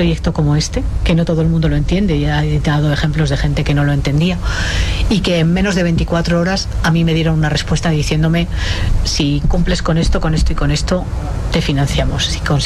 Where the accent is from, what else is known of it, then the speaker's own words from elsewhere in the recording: León, Castile and León, Spain; Yo soy leonesa